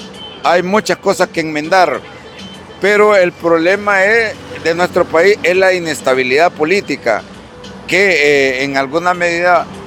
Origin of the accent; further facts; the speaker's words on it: Honduras; como hondureño, nosotros consideramos que sí hay clima y hay condiciones.